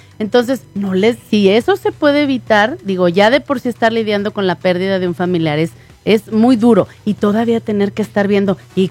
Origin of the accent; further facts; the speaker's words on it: Hidalgo del Parral, Chihuahua, Mexico; moved away; allá tiran las cenizas en Parral, si tú quieres, ándale, porque es de donde yo soy.